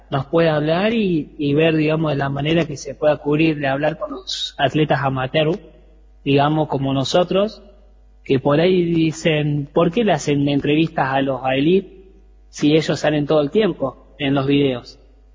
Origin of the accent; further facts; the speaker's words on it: Mina Clavero, Córdoba, Argentina; Exactamente, Mina Clavero, que tenemos a como mucho 20 minutos en medio de la montaña.